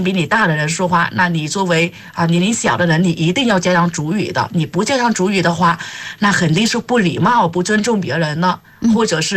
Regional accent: Vietnam; first language Vietnamese; Chinese is a second language; moved away as an adult; now in Beijing, China; 在我们越南的语言就是这样。

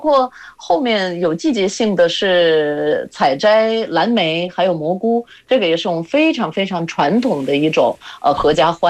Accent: Latvia; Chinese is a second language

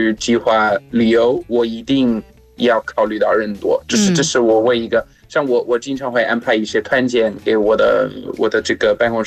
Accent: South Africa; Chinese is a second language; 但是我说实话，作为外国人，在那个情况，因为我们的国家在南非，还有我爸是葡萄牙人。

